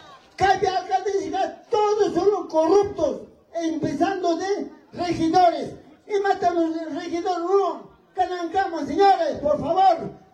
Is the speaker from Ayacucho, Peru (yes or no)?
yes; Tarcanayo, Ayacucho, Peru; soy de Tarcanayo.